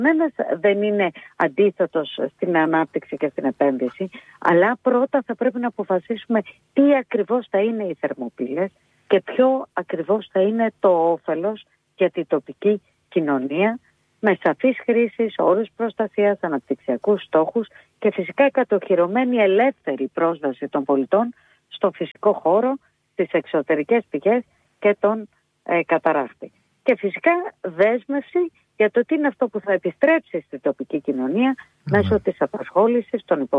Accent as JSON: {"language": "Greek", "town": "Lamia", "region": "Central Greece", "country": "Greece", "said": "Εγώ που είμαι από τη Λαμία"}